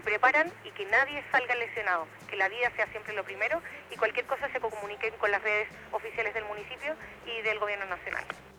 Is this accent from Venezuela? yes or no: no; Chile; Además somos chilenos, somos de un país que tiene una serie de emergencias.